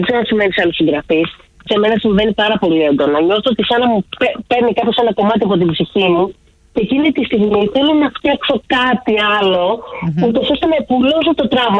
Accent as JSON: {"language": "Greek", "town": "Ioannina", "region": "Epirus", "country": "Greece", "tie": "born or raised there", "said": "Ήθελα να γράψω κάτι για τον τόπο μου, για τα Γιάννενα, για την Ήπειρο."}